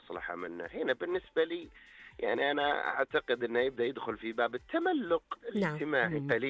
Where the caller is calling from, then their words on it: Tabuk, Tabuk Province, Saudi Arabia; أنا أكلمكم من شمال المملكة، من مدينة تبوك.